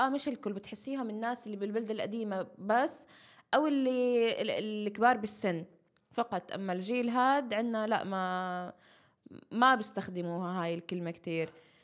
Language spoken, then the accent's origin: Arabic; Nablus, West Bank, Palestine